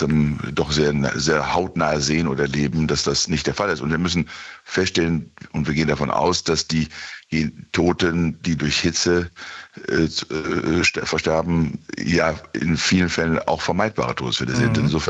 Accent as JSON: {"language": "German", "town": "Bielefeld", "region": "North Rhine-Westphalia", "country": "Germany", "tie": "born or raised there", "said": "in meiner Heimatstadt Bielefeld"}